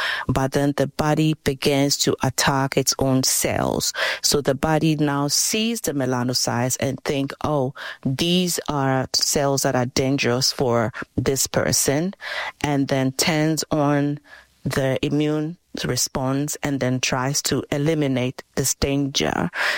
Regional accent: Ghana; I grew up in Ghana, West Africa.

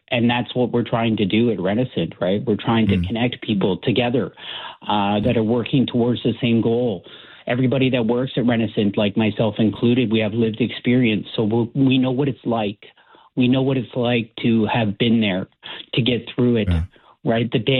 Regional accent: Cambridge, Ontario, Canada; moved away as an adult; now in Toronto, Canada; I'm from Cambridge, so yeah. that's where everything started for me. But I came to Toronto in about 2013, 2014

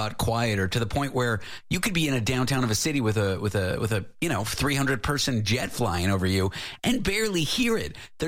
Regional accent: Toronto, Ontario, Canada; I grew up in Toronto going to the Sky Dome, okay?

